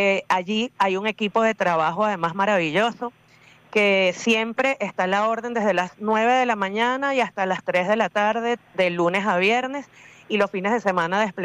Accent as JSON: {"language": "Spanish", "region": "Miranda", "country": "Venezuela", "said": "yo soy de acá de Altos Mirandinos"}